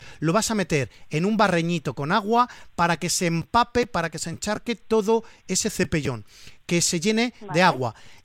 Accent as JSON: {"language": "Spanish", "region": "Valencian Community", "country": "Spain", "said": "Yo a ti te voy a recomendar, como buen valenciano, el cuncuat."}